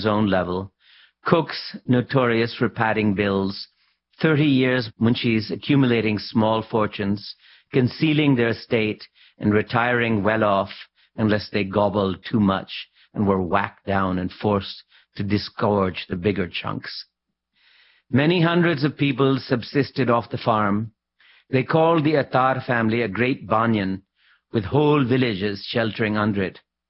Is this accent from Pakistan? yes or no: yes; Lahore, Punjab, Pakistan; born or raised there